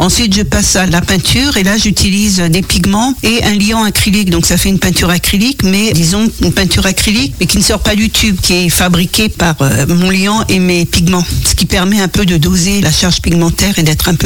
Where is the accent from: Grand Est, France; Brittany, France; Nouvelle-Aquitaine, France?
Grand Est, France; Je viens d'Alsace, donc j'étais dans une petite commune